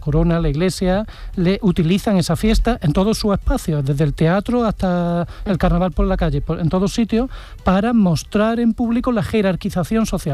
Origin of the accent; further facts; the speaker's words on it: Cádiz, Andalusia, Spain; yo soy de Cádiz